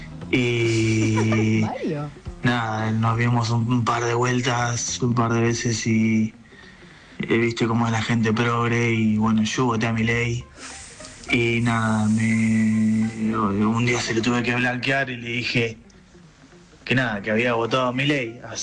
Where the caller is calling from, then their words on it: Buenos Aires, Argentina; de Boedo.